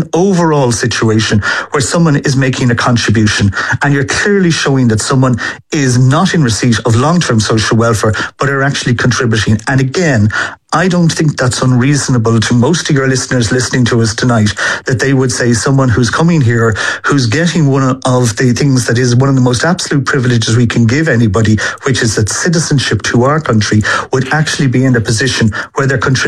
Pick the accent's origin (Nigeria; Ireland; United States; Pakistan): Ireland; I'm one of these people that's not totally proficient. Like everybody, I did Irish in school, but it's not something that I am particularly.